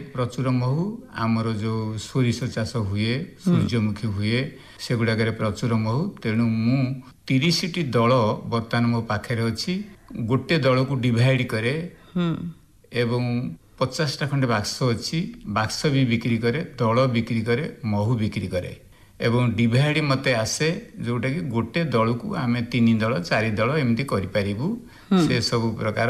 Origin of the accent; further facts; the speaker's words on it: Saripur, Odisha, India; ପୁରୀ ଜିଲ୍ଲା Astaranga block ସରିପୁର GP ସରିପୁର ଗ୍ରାମରେ ଆମ ଘର। ଆମ ଗାଁ ଏକ ଐତିହ ଗାଁ, ଏ ଗାଁ ପ୍ରାଚୀ ନଦୀ କୂଳରେ।